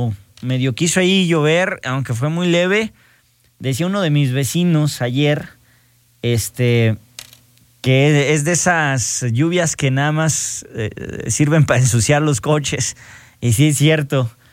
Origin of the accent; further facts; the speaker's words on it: Jalisco, Mexico; now in Aguascalientes, Mexico; Están muy bonitas las de mi tierra, las jaliscienses.